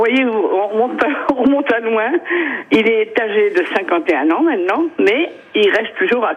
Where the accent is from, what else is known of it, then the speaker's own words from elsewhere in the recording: Paris, Île-de-France, France; now in Issel, France; J'avais un fournisseur sur Paris, puisqu'on vient de Paris évidemment